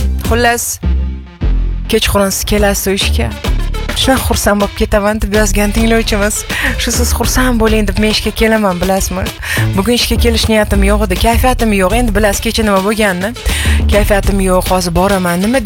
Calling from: Karakalpakstan, Uzbekistan; Qora qalpoq Samdaryodanman.

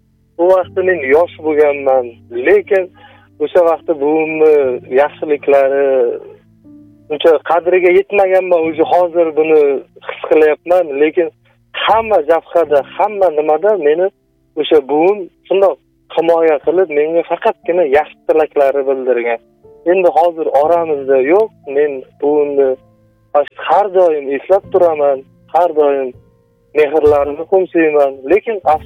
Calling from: Qashqadaryo Region, Uzbekistan; accent: Qashqadaryo dialect; Qashqadaryolikman. Qashqadaryoda Shevamizda Moma deb chaqiradi.

